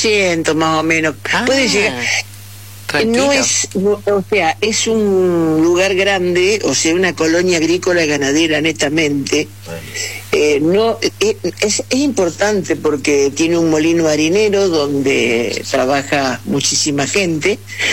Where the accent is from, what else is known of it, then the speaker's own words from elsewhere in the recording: Matilde, Santa Fe, Argentina; Sí, casar Matilde es... O sea, Matilde tiene dos partes.